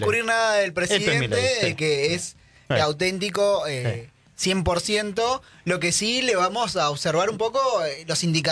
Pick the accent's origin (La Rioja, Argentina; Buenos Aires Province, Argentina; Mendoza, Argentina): Buenos Aires Province, Argentina; Necochea; Y yo soy de Necochea, los chicos son de Mar del Plata.